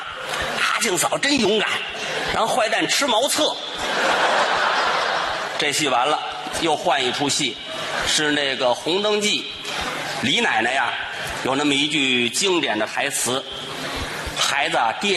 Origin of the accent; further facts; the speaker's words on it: Beijing, China; born there; 我出生在咱们北京的城乡结合部，是兽医给我接的生，因为我们家周围啊没有妇产医院